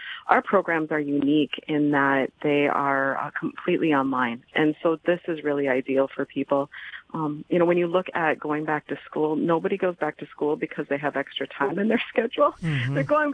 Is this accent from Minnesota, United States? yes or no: yes; Bemidji, Minnesota, United States; also born or lived in Arizona; I was born and raised in Bemidji, and my husband and I were down in Arizona for a few years before we decided we really needed to come up to the Midwest and be able to raise our family here.